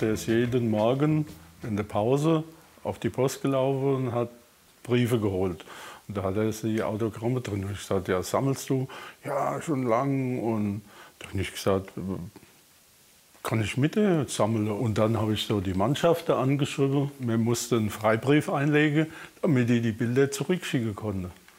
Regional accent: Rhineland-Palatinate, Germany; Und ich sagte, aus der Nähe von Mainz.

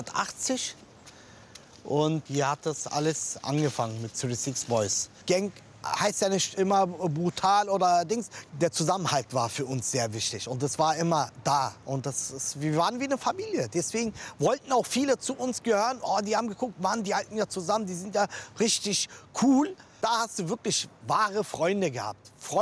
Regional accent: Berlin, Germany; Ich bin 1975 geboren in Berlin und arbeite zurzeit in der Sicherheitsbranche. Ich bin hier aufgewachsen, in diesem Hof eigentlich.

